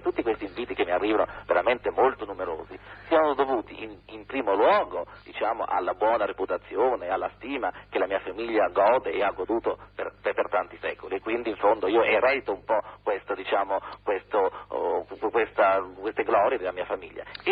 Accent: Rome, Lazio, Italy; born there; siamo di famiglia veneziana, trapiantati a Roma, da diversi anni, perché io sono nato a Roma, mio padre è venuto a Roma piccolissimo

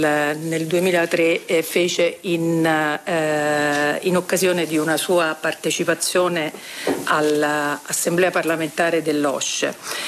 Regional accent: Moscow, Russia; Io vengo da Mosca

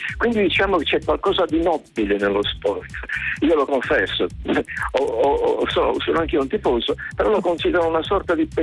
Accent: Naples, Campania, Italy; Io sono orgoglioso di essere da Napoli, anzi, se non fossi da Napoli probabilmente non farei questo mestiere

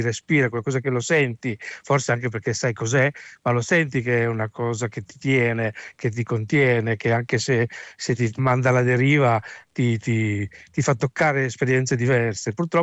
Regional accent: Piedmont, Italy; essermi tuffato fin da bambino, essendo piemontese, nella parte ligure del Mediterraneo.

